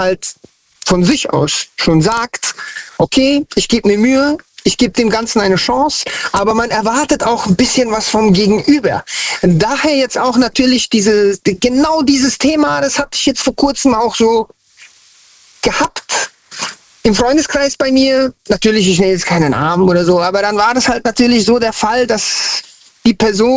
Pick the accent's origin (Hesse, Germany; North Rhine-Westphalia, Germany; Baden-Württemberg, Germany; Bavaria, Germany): Hesse, Germany; Frankfurt; now in Hanau, Germany; Oh nein, nein, ich bin aus Frankfurt am Main. Ich bin dann nach Hanau gezogen.